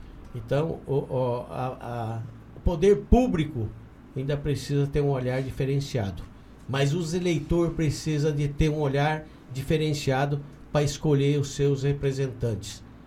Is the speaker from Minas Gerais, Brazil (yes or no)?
no; Mato Grosso, Brazil; E eu sou daqui do Araguaia. Eu já moro há 24 anos em Porto Alegre do Norte. Vivo a realidade daquela região, que é a região mais sofrida.